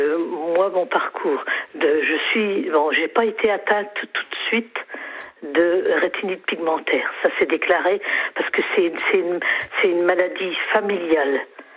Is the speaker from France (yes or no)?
yes; Grand Est, France; now in Calais, France; Je suis originaire de Lorraine.